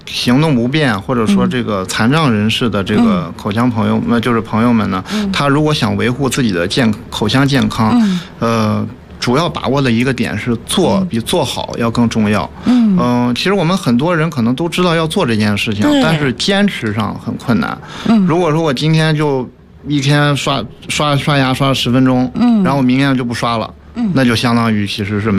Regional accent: China

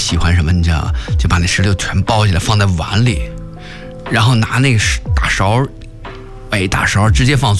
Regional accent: China; 特别符合我们中国人的那种，

